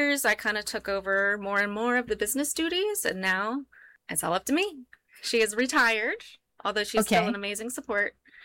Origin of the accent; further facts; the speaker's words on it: Baldwin, Pennsylvania, United States; Where I grew up was in Baldwin, South Hills.